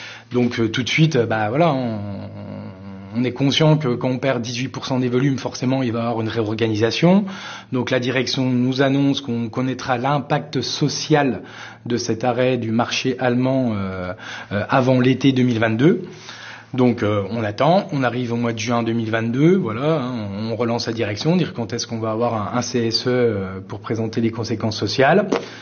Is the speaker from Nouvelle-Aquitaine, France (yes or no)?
no; Vittel, Grand Est, France; Moi, je suis né à Vittel, je suis né en 76, je suis un des derniers nés à Vittel, hein, parce qu'après la maternité a fermé.